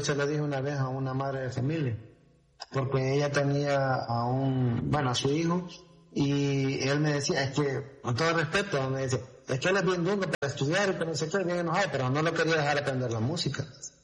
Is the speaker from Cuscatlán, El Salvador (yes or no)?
yes; Cojutepeque, Cuscatlán, El Salvador; De Cojutepeque, porque yo soy originario de Cojutepeque.